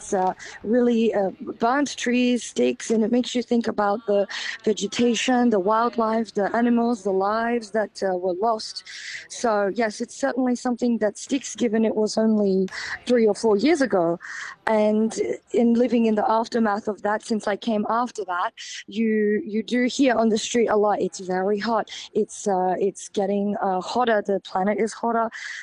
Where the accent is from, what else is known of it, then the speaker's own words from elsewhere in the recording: Australia; now in France; I'm Australian. So I lived through a similar thing in when we had the huge fires in 2020 in Australia.